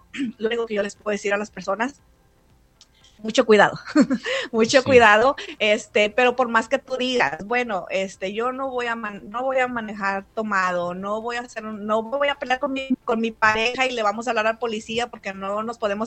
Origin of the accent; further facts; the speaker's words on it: United States; yo soy mexicana, ¿verdad? Pero pues yo soy de Estados Unidos